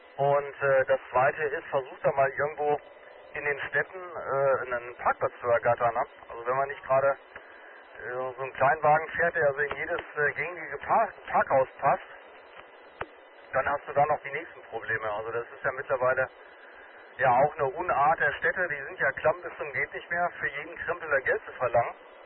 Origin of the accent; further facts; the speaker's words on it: Dortmund, North Rhine-Westphalia, Germany; born there; Eigentlich bin ich gebürtiger Dortmunder, sollte mich eigentlich hier auf Stadtgebiet relativ gut auskennen.